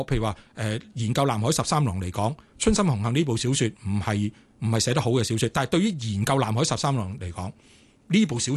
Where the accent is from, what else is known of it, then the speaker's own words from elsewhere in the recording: Guangdong, China; 三級底即係我哋廣東人係知道咩叫三級底嘅啦，因為三級底包括就係文言啦，就係、是、白話啦，即係的了魔呢啦。但我哋喺方言區嘛，我哋仲有埋粵語。